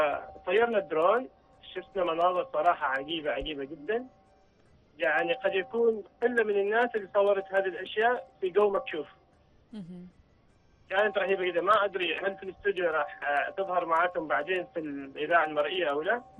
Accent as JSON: {"language": "Arabic", "country": "Oman", "said": "ونحن أصلاً من عمان"}